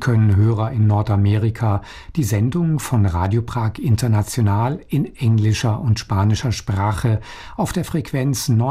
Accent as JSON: {"language": "German", "country": "Switzerland", "tie": "born or raised there", "said": "Als Student, geboren 1947 und aufgewachsen am Zürichsee"}